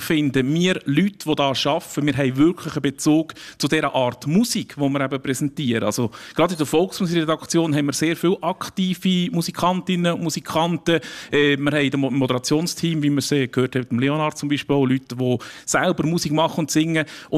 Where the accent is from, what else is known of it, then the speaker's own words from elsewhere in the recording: Lucerne, Switzerland; ich bin ja kein Waldner, ich bin ein Luzerner